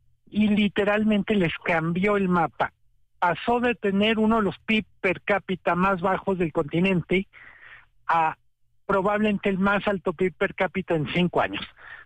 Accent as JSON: {"language": "Spanish", "country": "Mexico"}